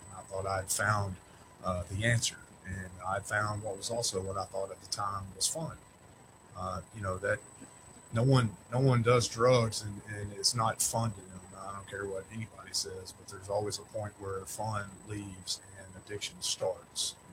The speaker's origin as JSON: {"language": "English", "town": "Fordyce", "region": "Arkansas", "country": "United States", "tie": "born or raised there", "said": "So I was raised in South Arkansas, a little town called Fordyce. Go Red Bugs. So if anybody from Fordyce happens to be listening to this, I'm rooting for y'all this year."}